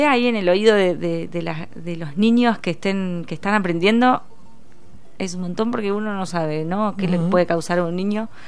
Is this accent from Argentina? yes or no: yes; Mar del Plata, Buenos Aires Province, Argentina; moved away as an adult; now in La Plata, Argentina; Mi infancia y mi adolescencia, el crecimiento fue en Mar del Plata. Y bueno, y ya cuando a los 20 y pico de años, no me acuerdo qué era, en qué edad me vine